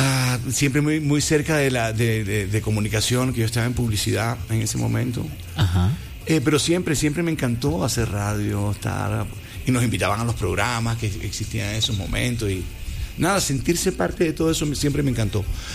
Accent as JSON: {"language": "Spanish", "country": "Puerto Rico", "said": "Ah, puñeta, es que vengo de Puerto Rico."}